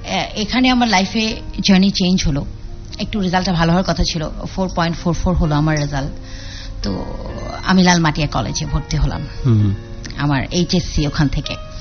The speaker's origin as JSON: {"language": "Bangla", "town": "Gaibandha", "region": "Rangpur Division", "country": "Bangladesh", "tie": "born or raised there", "said": "আমি খুবই ছোট একটা শহর থেকে বেড়ে উঠেছি, গাইবান্ধা। গাইবান্ধা আমরা দুই ভাই দুই বোন, আমার স্কুলিংটা ওখানে।"}